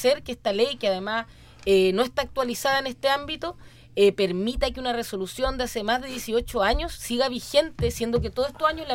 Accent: Valdivia, Los Ríos, Chile; born there; Yo nací en Valdivia también, en la misma cuenca de este río San Pedro, el que llega a Valdivia y recorre la región hasta que llega al mar, ¿cierto?, en la costa.

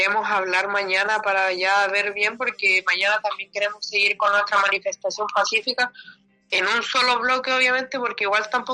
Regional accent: Chile

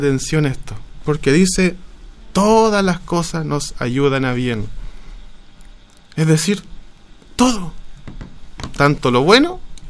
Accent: Tomé, Biobío, Chile; Soy oriundo de Yoicura, un sector de acá de la comuna de Tomé

